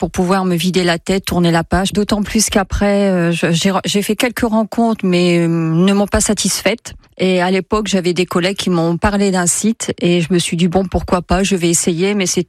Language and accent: French; Condé-sur-l'Escaut, Hauts-de-France, France; moved away; je suis native de Condé-sur-Escaut. C'est une petite ville qui se situe à 15 minutes de Valenciennes.